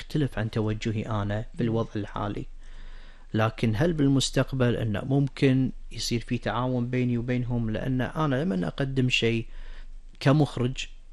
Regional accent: Kuwait

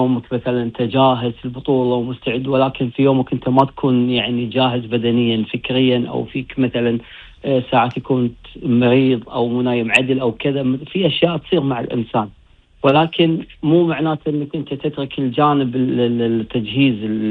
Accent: Kuwait; وحب وطني الكويت، اني احب بلدي الكويت

